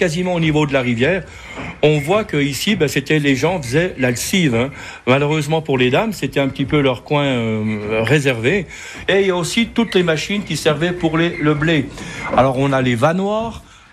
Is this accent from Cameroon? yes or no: no; Bonnevaux, Bourgogne-Franche-Comté, France; Mon papa était paysan, on avait quelques vaches ici, les chevaux